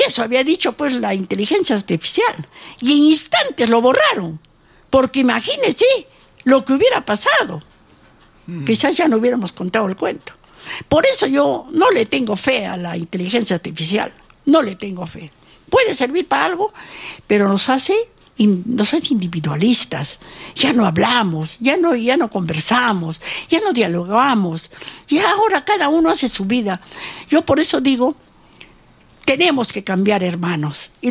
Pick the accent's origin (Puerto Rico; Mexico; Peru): Peru; nosotros somos peruanos.